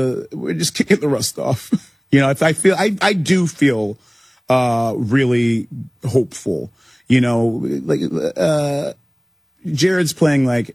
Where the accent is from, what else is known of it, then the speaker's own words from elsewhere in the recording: Ghana; they know that I'm Ghanaian. Mm-hmm. My mother's Ghanaian.